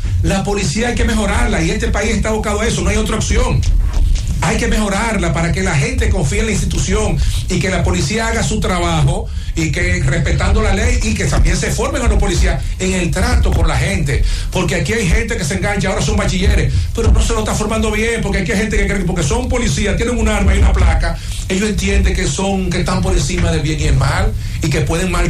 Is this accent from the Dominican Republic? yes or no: yes; Dominican Republic; Somos todos dominicanos.